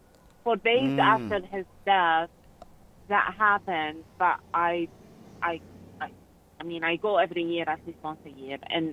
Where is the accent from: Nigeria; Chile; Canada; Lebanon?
Lebanon; now in United States; I grew up in Lebanon